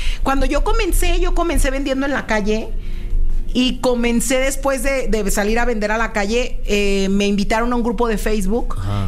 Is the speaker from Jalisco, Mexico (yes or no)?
yes; Guadalajara, Jalisco, Mexico; O sea, yo soy de Guadalajara y me acuerdo mucho la primera vez que hice tortas ahogadas.